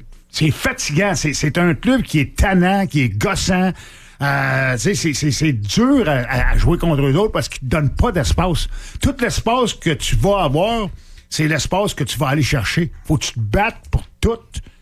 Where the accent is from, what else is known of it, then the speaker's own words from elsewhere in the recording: Montreal, Quebec, Canada; Moi, tu sais, je viens de Montréal, mais j'ai fait exprès.